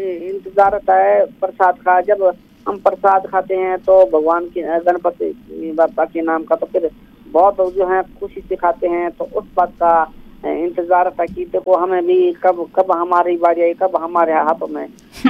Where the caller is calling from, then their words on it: Shimla, Himachal Pradesh, India; बात कर रहा हूँ शिमला से।